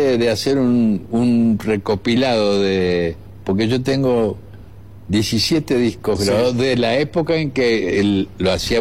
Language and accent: Spanish; Cuyo, Argentina; los cuyanos estamos muy enojados